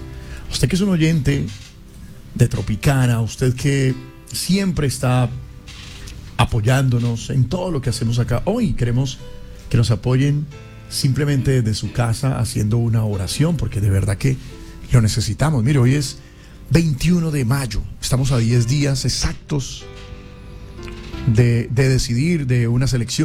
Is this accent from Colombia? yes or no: yes; Colombia; es el momento de unirnos como colombianos, como nación